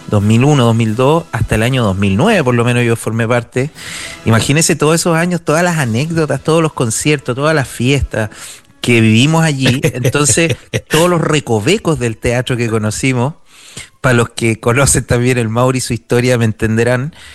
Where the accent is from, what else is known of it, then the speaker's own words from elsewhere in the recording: Valparaíso, Chile; Es que yo soy más porteño portaliano que porteño hippie.